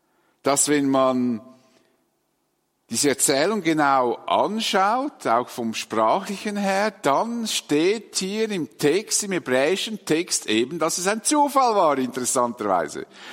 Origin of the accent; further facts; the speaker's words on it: Dietikon, Zurich, Switzerland; mit großen Maschinen auf die Felder, wo ich aufgewachsen bin, in Dietikon, nahe von hier, nicht wahr?